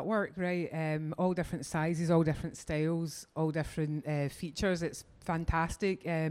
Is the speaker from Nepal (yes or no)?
no; Glasgow, Scotland, United Kingdom; moved away; I'm originally from Glasgow, so I'm a bit ashamed I haven't been here before